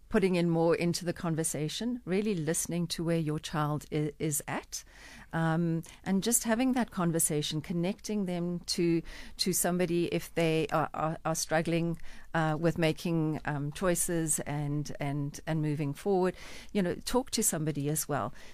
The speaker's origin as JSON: {"language": "English", "town": "Johannesburg", "region": "Gauteng", "country": "South Africa", "tie": "born or raised there", "said": "I grew up in Yeovil. My gran lived there. So I have walked those streets. Joburg is vibrant. It's buzzy. It's arty. It's creative. It's amazing."}